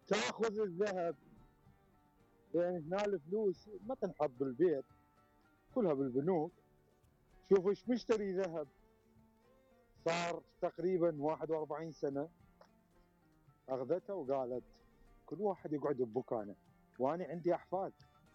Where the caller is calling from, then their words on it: Germany; من المانيا.